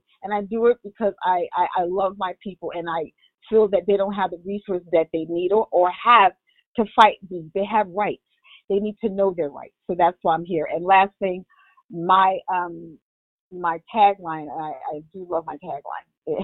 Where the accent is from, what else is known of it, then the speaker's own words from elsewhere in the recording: New York City, New York, United States; So I grew up in Harlem, Manhattan Avenue. That's where those are my stomping grounds. Even though I live on 149th Street